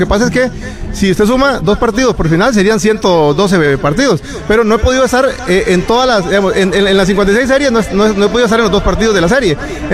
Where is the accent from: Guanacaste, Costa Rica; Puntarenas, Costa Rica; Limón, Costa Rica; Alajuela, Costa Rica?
Guanacaste, Costa Rica; Nandayure; No, ya estoy viviendo acá en la zona. Yo soy de Nandayure, entonces voy para el año de vivir por acá.